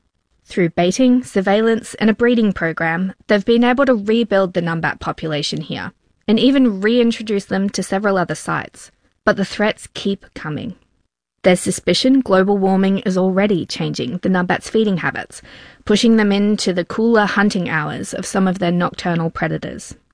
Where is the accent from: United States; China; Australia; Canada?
Australia; Every time I go back to my hometown, there are new chunks of vital gum tree habitat missing. Even the property where I grew up has been cleared.